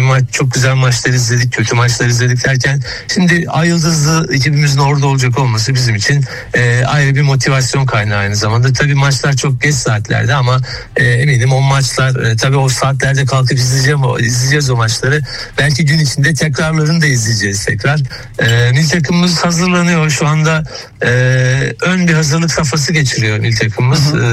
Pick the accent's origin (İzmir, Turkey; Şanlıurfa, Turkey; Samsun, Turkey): Samsun, Turkey; Tabii ben bir de Samsunluyum yani. Ben çocukluğumdan ve Samsun Spor maçlarını hep stadyumda canlı canlı izlemiş, destek vermiş bir insanım.